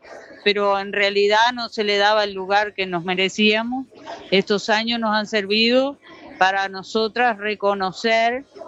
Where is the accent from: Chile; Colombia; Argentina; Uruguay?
Uruguay; Canelones; soy del noreste de Canelones, integro una cooperativa agraria, Cal Mañana